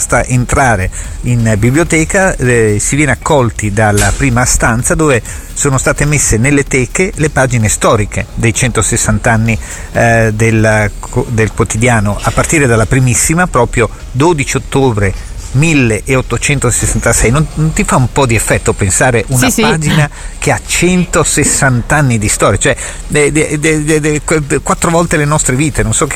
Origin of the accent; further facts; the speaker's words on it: Verona, Veneto, Italy; una cosa che ci appartiene proprio come veronesi